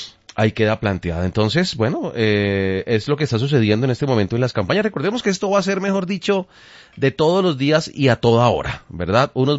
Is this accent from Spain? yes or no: no; Colombia